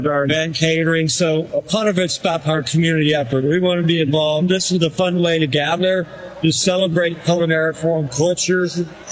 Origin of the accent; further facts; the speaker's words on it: Brazil; now in Miami, United States; We're from Brazil.